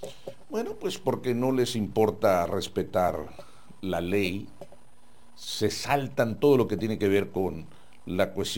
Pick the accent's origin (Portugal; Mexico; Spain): Mexico; quienes nos sentimos muy arraigados en el sentido de la mexicanidad